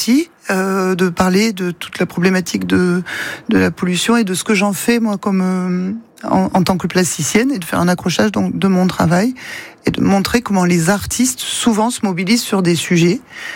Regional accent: Occitanie, France; moved away as an adult; also born or lived in Paris; now in Baie de Somme, France; Je viens de la région de Carcassonne. Et je suis assez rapidement monté à Paris pour terminer mes études de designer textile. Et je suis resté une vingtaine

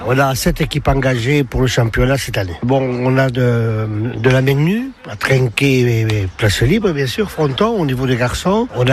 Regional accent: Mauléon, Nouvelle-Aquitaine, France; je suis de Mauléon et je suis le trésorier de la pelote.

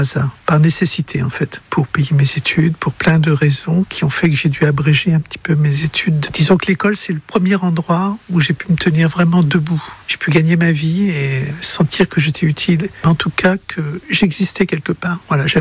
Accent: France; Surtout chez nous, en France, une grande histoire presque méconnue des Français, hélas.

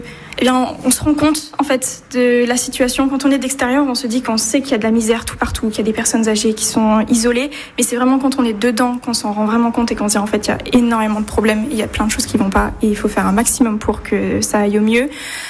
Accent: Nouvelle-Aquitaine, France; j'ai 20 ans et je viens de Gironde. Je suis née à Bruges et j'ai grandi toute ma vie en Gironde.

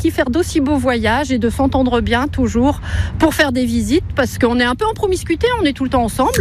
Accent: Brittany, France; je viens de Bretagne.

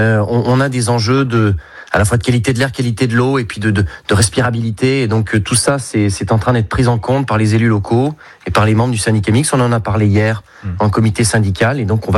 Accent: Royères, Nouvelle-Aquitaine, France; moved away as an adult; also born or lived in Limoges; now in Tonnay-Charente, France; je suis né à Limoges. Il y a 39 ans. Et j'ai vécu à Royères, à côté de Saint-Léonard-de-Noblat, jusqu'à mes 21 ans chez mes parents.

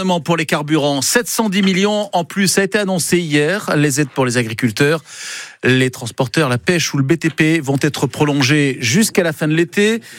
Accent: Marseille, Provence-Alpes-Côte d'Azur, France; Quand j'étais petit, j'habitais à Marseille, on appelait ça des chichifrégies.

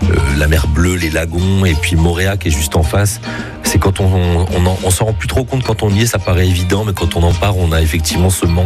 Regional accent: Tahiti, French Polynesia; now in France; Donc j'ai grandi à Tahiti et je suis revenu vivre en France sur mes terres, j'ai envie de dire, en 2011.

